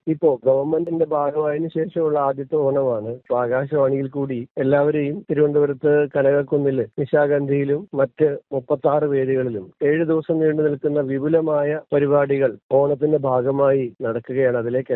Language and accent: Malayalam; Mavadi, Kerala, India; ഞാൻ ജനിച്ചത് മാവടി എന്ന് പറഞ്ഞ ഒരു കൊച്ചു ഗ്രാമമാണ്.